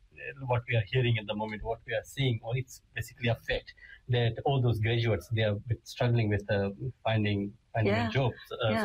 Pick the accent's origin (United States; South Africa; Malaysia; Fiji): Fiji; now in New Zealand; I'm from Fiji